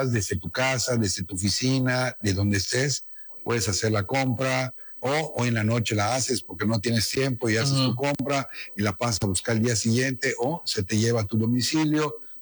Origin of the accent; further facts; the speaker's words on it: Yucatán, Mexico; me siento un yucateco orgulloso